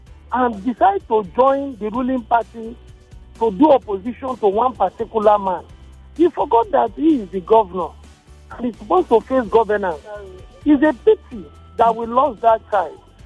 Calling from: Nigeria; I'm calling from Orile in Sarigoma.

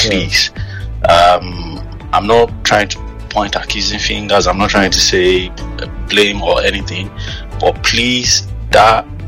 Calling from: United Kingdom; I'm calling from the UK.

